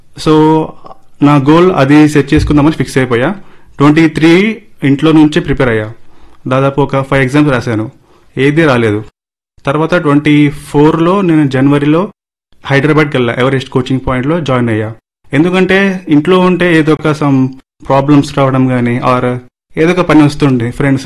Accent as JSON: {"language": "Telugu", "town": "Kadapa", "region": "Andhra Pradesh", "country": "India", "tie": "born or raised there", "said": "మేము కడప నుంచి వచ్చాము."}